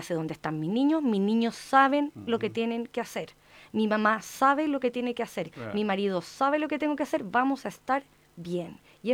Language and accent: Spanish; Chile